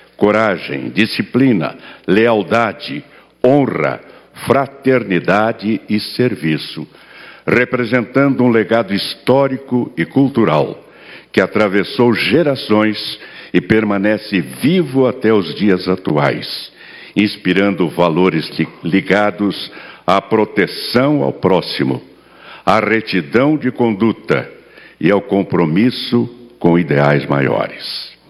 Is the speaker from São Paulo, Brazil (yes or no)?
yes; Presidente Prudente, São Paulo, Brazil; Presidente Prudente, minha cidade natal